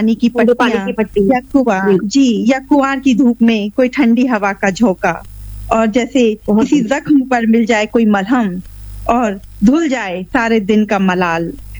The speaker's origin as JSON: {"language": "Hindi", "town": "Narmadapuram", "region": "Madhya Pradesh", "country": "India", "said": "मुझे यहाँ नर्मदापुरम में, क्योंकि यहाँ नर्मदा जी हैं तो मुझे मेरे शहर से बहुत प्यार है।"}